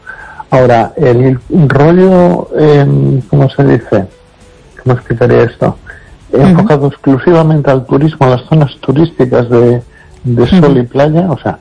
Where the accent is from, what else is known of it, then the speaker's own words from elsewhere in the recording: Las Palmas de Gran Canaria, Canary Islands, Spain; A ver, yo, con todo mi respeto, soy pueblo canario. Yo en las Canarias, en la Palma de Gran Canaria, yo donde me iría si tuviese que volver